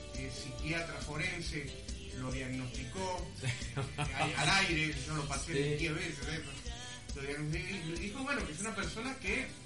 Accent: Buenos Aires, Argentina; De San Pedro González Telmo.

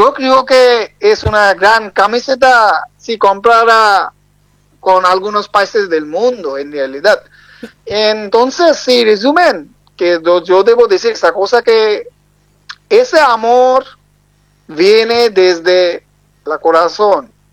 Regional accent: Bangladesh; Spanish is a second language

